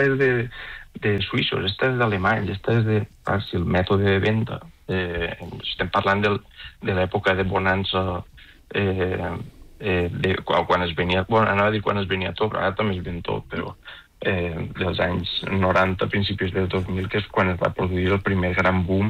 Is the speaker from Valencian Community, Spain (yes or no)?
yes; Valencian Community, Spain